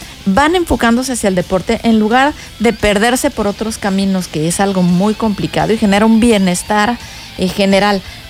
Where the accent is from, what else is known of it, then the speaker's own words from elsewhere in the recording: Mexico; lo digo como mexicana